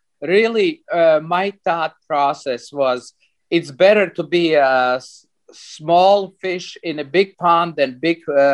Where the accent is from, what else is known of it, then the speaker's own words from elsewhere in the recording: San Jose, California, United States; Maybe some business people can say, yes, Silicon Valley and people knew it, but still when we mentioned we are from San Jose, they said, where is that?